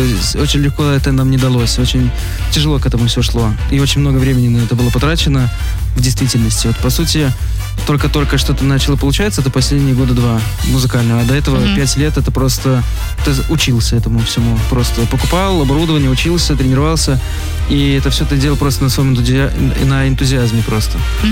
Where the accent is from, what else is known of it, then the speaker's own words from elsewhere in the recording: Novopolotsk, Vitebsk Region, Belarus; moved away; А у нас это город маленький, мы всех знаем там.